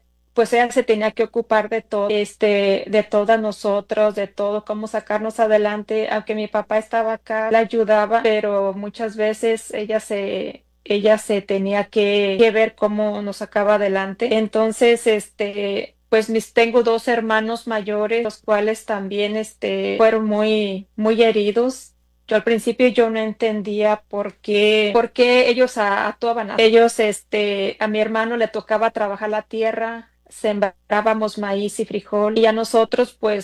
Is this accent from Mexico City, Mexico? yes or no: no; Jalisco, Mexico; now in Moline, Illinois, United States; soy la cuarta de 10 hijos. Yo me crié en un ranchito allá en el estado de Jalisco, de muy pocas casitas, si acaso había como 10 casitas, era un pueblito. Era un ranchito muy bonito, muy tranquilo